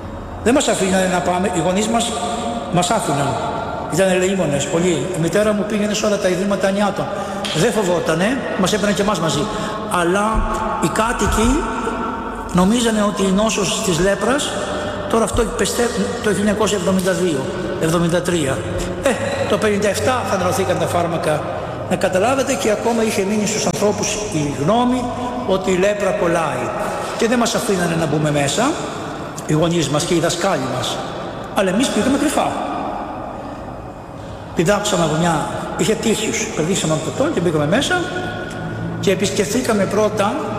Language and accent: Greek; Greece; also born or lived in Athens; Οι γονείς μου φύγανε από το χωριό μου και ήρθανε στην Αθήνα για καλύτερες σπουδές των παιδιών τους.